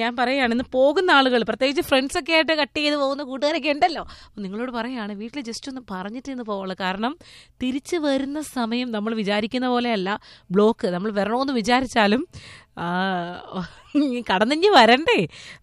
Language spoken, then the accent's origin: Malayalam; Onattukara, Kerala, India; ഞങ്ങൾ ഓണാട്ടുകരക്കാർ.